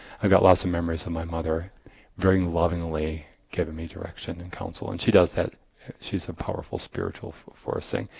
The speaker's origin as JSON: {"language": "English", "region": "Iowa", "country": "United States", "tie": "born or raised there", "moved": "yes", "said": "going back to my home state of Iowa. No longer home state, I live here, but where I used to live."}